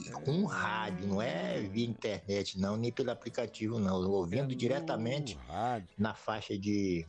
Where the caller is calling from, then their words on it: São Mateus, Espírito Santo, Brazil; Tô falando de São Mateus, Espírito Santo.